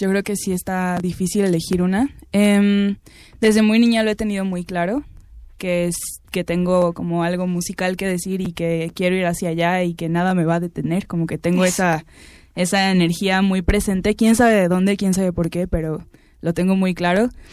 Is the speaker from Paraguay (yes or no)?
no; Xalapa, Veracruz, Mexico; Y a los 16 entré a la carrera de jazz en Jalapa. Yo soy de Jalapa.